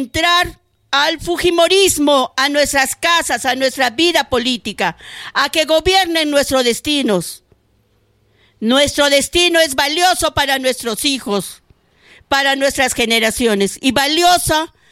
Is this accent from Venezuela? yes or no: no; Peru